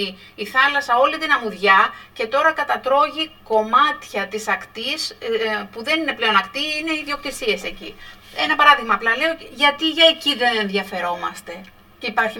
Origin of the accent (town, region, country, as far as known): Zakynthos, Ionian Islands, Greece